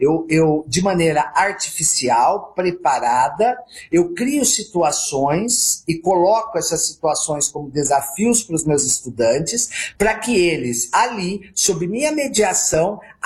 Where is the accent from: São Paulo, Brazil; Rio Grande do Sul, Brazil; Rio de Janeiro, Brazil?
São Paulo, Brazil; Ourinhos; em Ourinhos, que é onde eu nasci